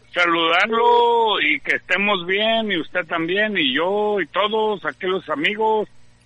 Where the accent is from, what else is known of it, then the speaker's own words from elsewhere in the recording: Zaguayo, Michoacán, Mexico; now in Colima, Mexico; Yo ahorita vivo en Colima, pero, o sea, mi familia. Pero yo soy nacido en Zaguayo, Michoacán